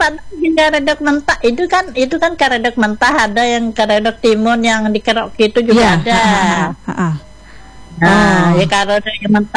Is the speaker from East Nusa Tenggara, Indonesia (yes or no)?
no; South Kalimantan, Indonesia; aku bukan asli Kutai juga loh. Aku dibilang kurang Kutai padahal lain, Banjar.